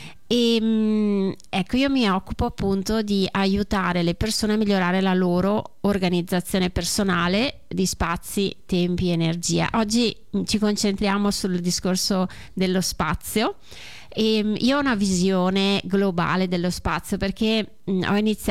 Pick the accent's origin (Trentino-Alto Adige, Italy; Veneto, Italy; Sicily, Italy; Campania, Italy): Veneto, Italy; Belluno; sono di Belluno.